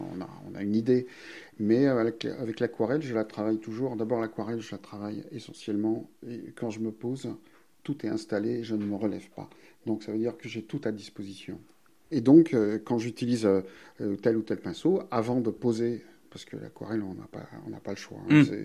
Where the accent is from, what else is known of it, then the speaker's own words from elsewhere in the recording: South-West France, France; also born or lived in Paris; now in Chaumont-sur-Tharonne, France; Je suis originaire du Sud-Ouest et j'ai vécu